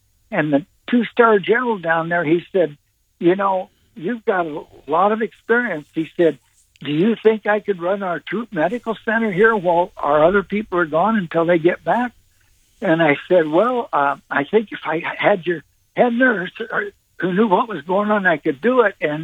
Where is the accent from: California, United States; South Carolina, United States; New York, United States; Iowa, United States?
Iowa, United States; I'm 82, retired physician surgeon, lived my whole life in Iowa.